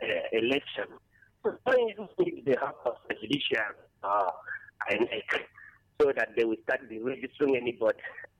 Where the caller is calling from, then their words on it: Nigeria; I'm calling in from Akezebolu.